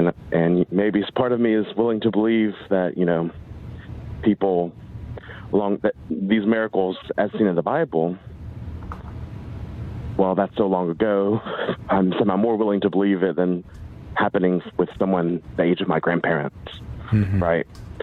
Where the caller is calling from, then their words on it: North Carolina, United States; North Carolina.